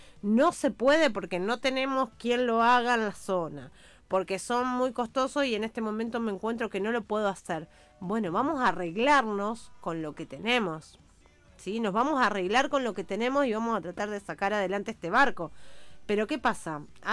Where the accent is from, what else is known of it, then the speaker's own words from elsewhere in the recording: Rosario, Santa Fe, Argentina; moved away; yo me transpolo a Rosario, que es de la ciudad de donde vengo